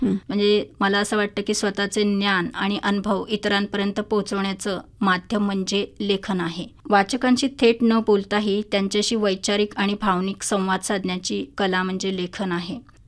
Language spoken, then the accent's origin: Marathi; Pandharpur, Maharashtra, India; moved away; आता मी मूळची पंढरपूरची आहे